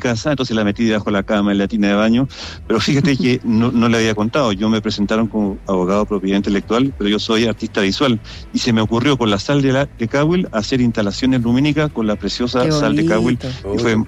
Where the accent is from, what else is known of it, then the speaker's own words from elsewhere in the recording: Chile; yo soy un patriota chileno y orgulloso del patrimonio chileno y de los oficios